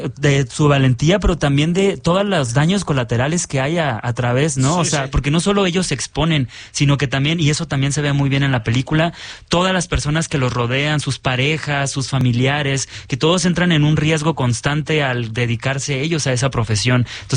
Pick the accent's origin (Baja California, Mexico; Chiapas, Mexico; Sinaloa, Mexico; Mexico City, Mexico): Baja California, Mexico; Mexicali; porque yo soy de Mexicali